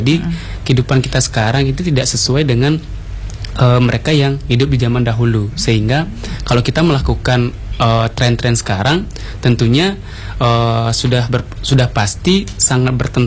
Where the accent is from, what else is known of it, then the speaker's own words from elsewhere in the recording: Bali, Indonesia; nilai kita sebagai seorang orang Bali, anak muda Bali itu pasti akan hilang.